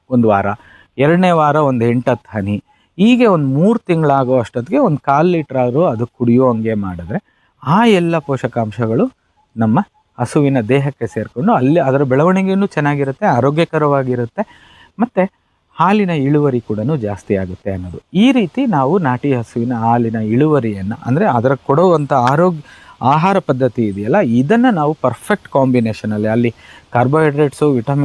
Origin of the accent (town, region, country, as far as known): Mysore, Karnataka, India; born or raised there